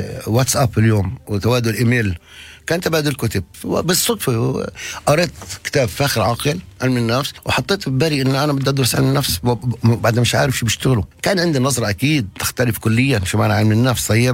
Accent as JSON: {"language": "Arabic", "country": "Palestine", "said": "واحنا كفلسطينيين"}